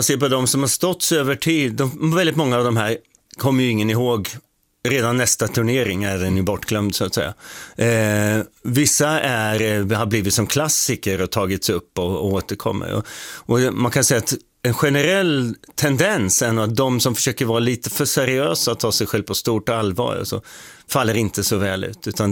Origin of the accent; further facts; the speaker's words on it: Åtvidaberg, Östergötland, Sweden; Jag är från Åtvidaberg, så jag är från Götaland.